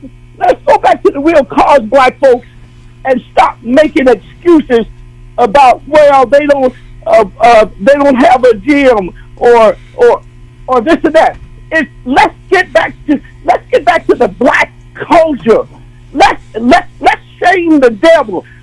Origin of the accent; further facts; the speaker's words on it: Arkansas, United States; I'm 73. I grew up in Arkansas.